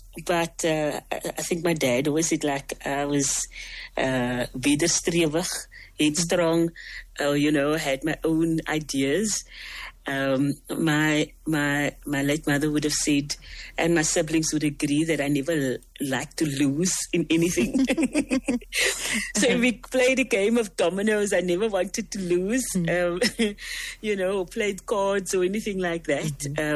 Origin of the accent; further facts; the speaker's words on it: Cape Town, Western Cape, South Africa; I grew up in Rocklands in Mitchell's Plain, and quite close to Menindee Beach.